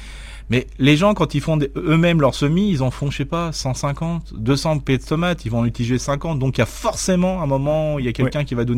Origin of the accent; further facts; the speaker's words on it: Grand Est, France; on est généreux, on est alsacien, comme je dis toujours.